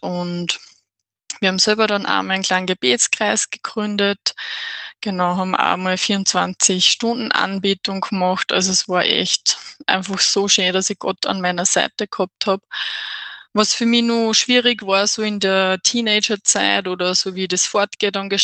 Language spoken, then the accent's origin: German; Michaelnbach, Upper Austria, Austria; moved away as an adult; also born or lived in Linz; now in Switzerland; ich bin 27 Jahre und bin gebürtig aus Michaelenbach. Das ist im Bezirk Christkirchen in Oberösterreich. Und bin dort aufgewachsen, habe auch meine Jugendzeit dort verbracht